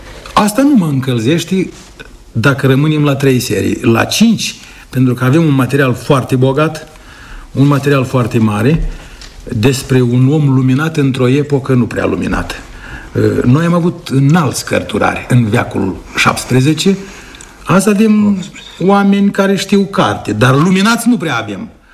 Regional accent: Moldova

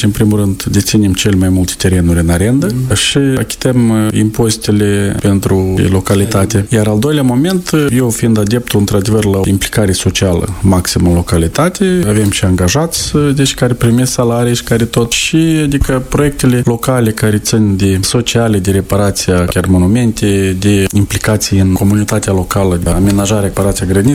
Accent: Șoldănești, Șoldănești District, Moldova; moved away as an adult; now in Cuconeștii Noi, Moldova; Da, sunt din Șoldănești de Baștină.

